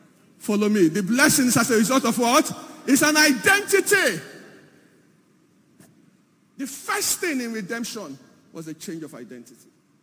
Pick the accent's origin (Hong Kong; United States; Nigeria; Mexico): Nigeria; Igboland; I'm a Nigerian. If you take the layer off from a Nigerian, I am an Igbo man by ethnicity.